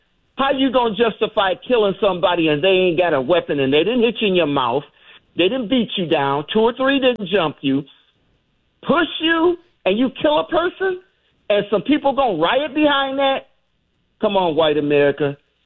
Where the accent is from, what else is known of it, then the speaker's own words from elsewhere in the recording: Flint, Michigan, United States; And I'm from Flint, Michigan. I'm third generation auto worker.